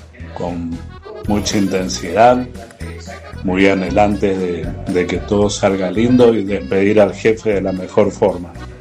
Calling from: Maipú, Mendoza, Argentina; 998 Maipú

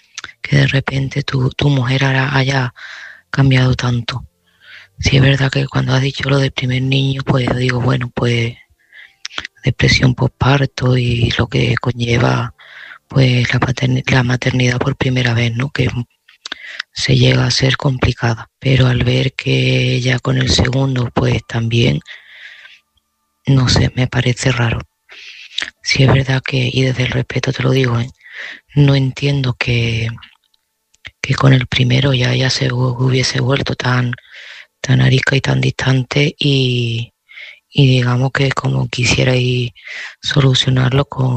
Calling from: Seville, Andalusia, Spain; de Sevilla

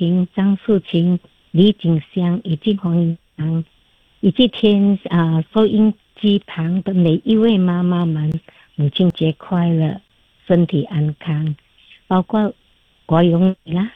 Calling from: Yunnan, China

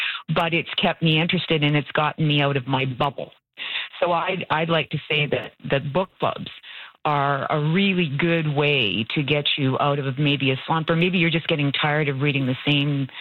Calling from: Swift Current, Saskatchewan, Canada

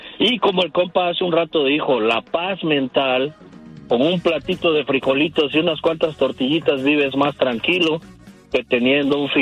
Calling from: Stockton, California, United States; de Stockton

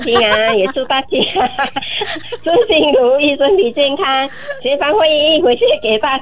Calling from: Singapore; 我是来自新加坡

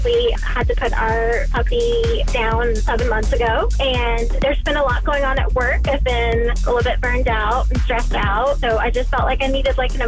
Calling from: Johns Creek, Georgia, United States; I'm calling from Johns Creek.

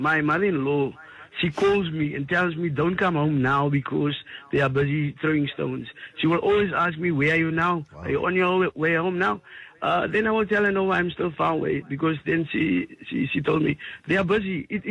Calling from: Cape Town, Western Cape, South Africa; I'm residing in Ryston Road in the Nova Park, particularly the one corner where the scheme is.

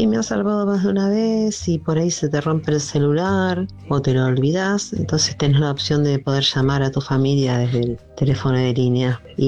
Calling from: Lanús, Buenos Aires Province, Argentina

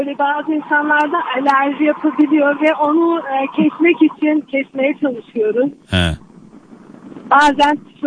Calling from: Antalya, Turkey

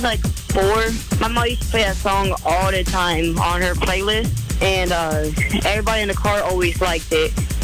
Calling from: North Vernon, Indiana, United States; North Vernon, Indiana.

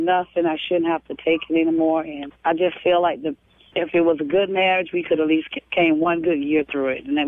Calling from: St. Petersburg, Florida, United States; I'm calling from St. Petersburg.

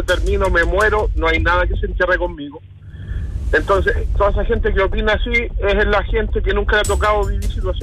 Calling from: Chile; Yo soy chileno. Casado con mujeres venezolanas, llevamos 10 años juntos.

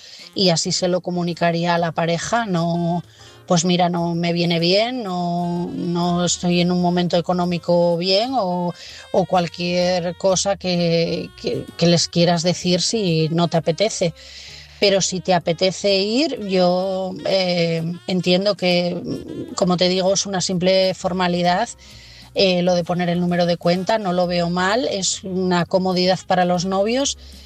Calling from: Asturias, Spain; de Asturias y mi mensaje esta noche es para Javier.

